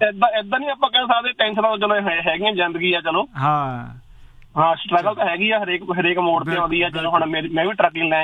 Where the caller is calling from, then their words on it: Punjab, India; ਮੈਂ ਤਾਂ ਦੁਆਬੇ ਤੋਂ ਬਿਲੋਂਗ ਕਰਦਾ ਜੱਟ